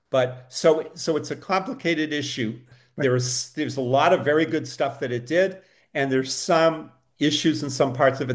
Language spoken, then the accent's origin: English; Massachusetts, United States; I'm from Massachusetts.